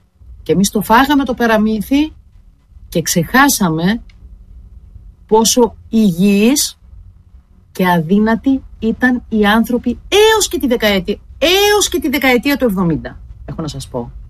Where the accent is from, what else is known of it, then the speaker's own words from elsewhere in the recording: Greece; καταντήσαμε εδώ που καταντήσαμε και σαν Έλληνες